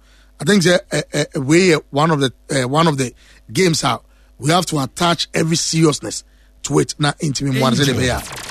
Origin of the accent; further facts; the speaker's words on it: South Africa; And as a South African, you're 8 asses.